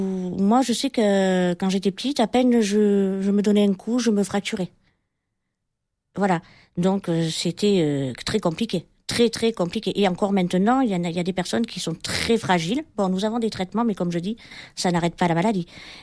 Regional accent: L'Escarène, Provence-Alpes-Côte d'Azur, France; je suis de l'Escarène.

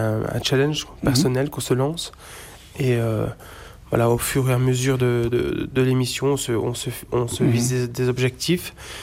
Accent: Belgium; j'ai 38 ans, je suis belge

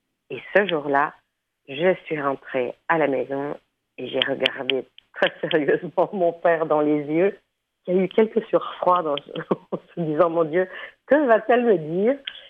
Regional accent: Brussels, Brussels-Capital Region, Belgium; moved away as an adult; Bon, d'abord, moi, je suis bruxelloise. Je suis née et j'ai grandi et j'ai vécu à Bruxelles jusqu'à mes quoi, 23-24.

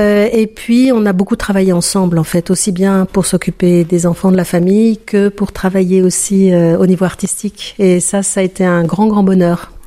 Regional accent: Lyon, Auvergne-Rhône-Alpes, France; J'ai grandi à Lyon.

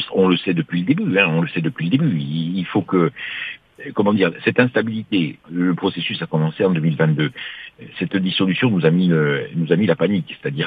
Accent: Sainte-Lucie-de-Porto-Vecchio, Corsica, France; chez moi, à Sainte-Lucie

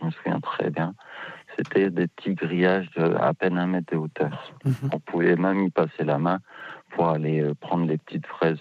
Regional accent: Lille, Hauts-de-France, France; Je viens de Lille.

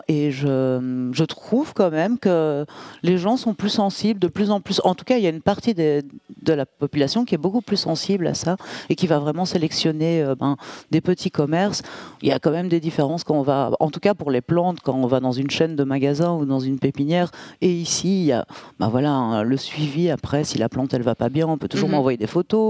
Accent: Brussels, Brussels-Capital Region, Belgium; Moi, je viens de Bruxelles, de base.

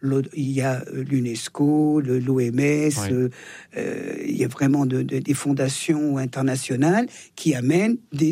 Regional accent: Thonon-les-Bains, Auvergne-Rhône-Alpes, France; born there; Je suis née à Thonon.

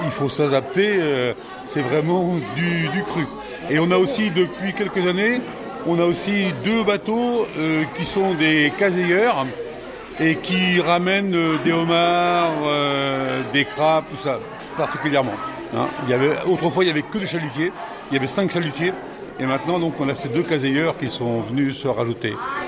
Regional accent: Caen, Normandy, France; moved away as an adult; now in Dives-sur-Mer, France; je viens de Caen, mais je suis là depuis 1970.

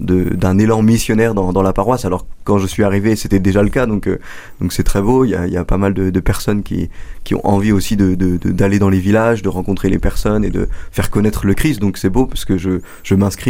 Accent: Compiègne, Hauts-de-France, France; Alors moi je suis originaire de Picardie, pas très très loin. Je viens de Compiègne.

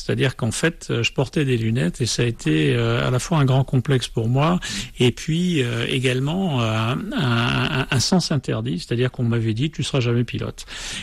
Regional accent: Dijon, Bourgogne-Franche-Comté, France; also born or lived in Cambrai; je suis né à Cambrai, mais mon père était militaire, donc j'y suis resté très très peu. Et la destination suivante, c'était Dijon, à la fin des années 50.

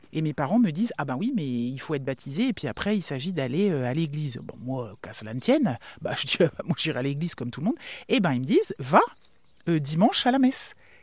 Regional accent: Saint-Coulitz, Brittany, France; also born or lived in Brest; now in Paris, France; nous sommes à Saint-Coulis, qui est le village de l'enfance, quoi. Mes premiers... Enfin, j'en ai quelques souvenirs un peu d'avant, mais bah, c'est là que je me suis forgée, si je puis dire.

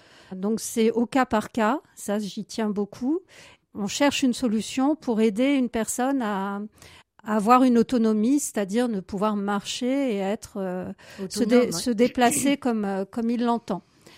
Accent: Châteaudun, Centre-Val de Loire, France; born there; also born or lived in Paris / Chartres; Je suis née en 1972 à Paris. Et j'ai grandi une petite partie en ville. Et puis ensuite, mes parents ont déménagé du côté de l'Eure-et-Loir vers Chartres, Châteaudun. Et j'ai fait une scolarité un peu chaotique dans cette périphérie

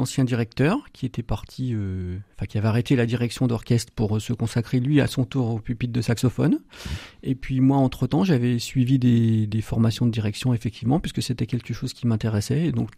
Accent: Ambérieu-en-Bugey, Auvergne-Rhône-Alpes, France; je suis originaire du département de l'Ain, plus précisément à Ambérieu-en-Bugey

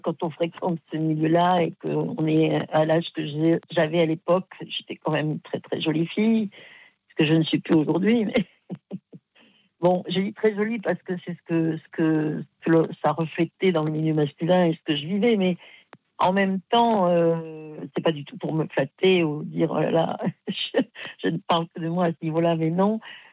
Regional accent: Aix-en-Provence, Provence-Alpes-Côte d'Azur, France; moi, je l'ai connu, hein, j'étais d'Aix-en-Provence.

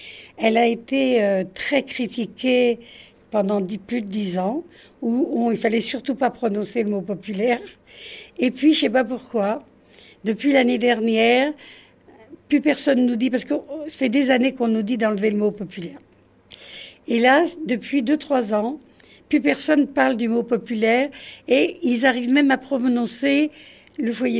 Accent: Paris, Île-de-France, France; now in Île de Ré, France; quand on arrive sur l'île de Ré, comme moi je suis parisienne

